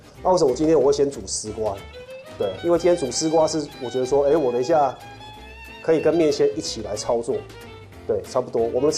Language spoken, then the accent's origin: Chinese; Taiwan; 我们台湾人